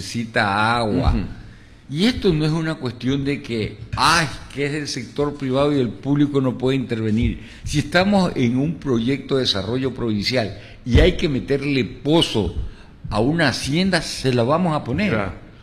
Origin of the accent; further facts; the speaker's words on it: Calderón, Manabí, Ecuador; Acuérdese que yo soy de esa zona, yo soy de Calderón. Y somos vecinos con la gente de Río Chico